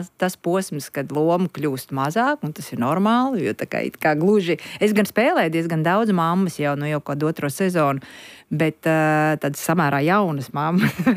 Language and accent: Latvian; Liepāja, Kurzeme, Latvia; es esmu Liepājniece, un es pēc Liepājas skumst, kad esmu Rīgā, un pēc Rīgas drusciņi mazāk, bet skumst, kad esmu Liepājā, jo man pietrūkst Rīgas cilvēku.